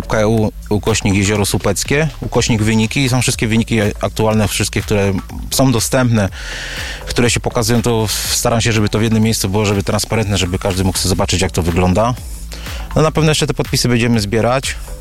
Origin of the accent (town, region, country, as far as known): Słupca, Greater Poland Voivodeship, Poland